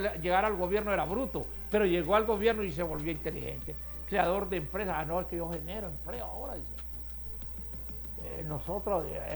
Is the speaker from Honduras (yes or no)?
yes; Honduras; Pero somos permisibles los hondureños.